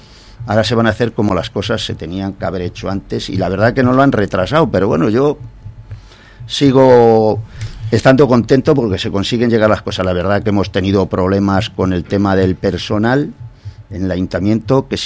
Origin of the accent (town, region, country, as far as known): Moralzarzal, Community of Madrid, Spain